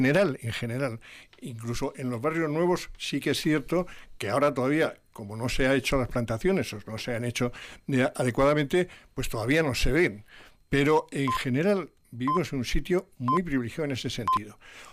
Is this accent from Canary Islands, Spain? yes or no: no; Segovia, Castile and León, Spain; born there; Bueno, yo nací en Segovia durante años. No he vivido nunca allí, pero bueno, iba a los veranos a la familia.